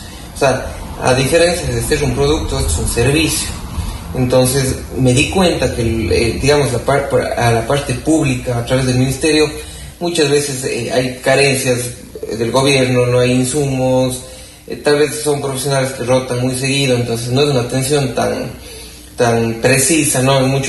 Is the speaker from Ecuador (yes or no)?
yes; Cuenca, Azuay, Ecuador; moved away as an adult; now in Patuca, Ecuador; y obviamente serrano, pues, cuencanito, colorado, vengo a este calor